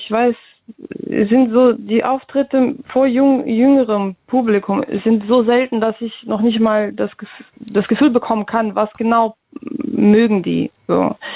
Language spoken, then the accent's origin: German; Russia; now in Germany; ich komme aus Russland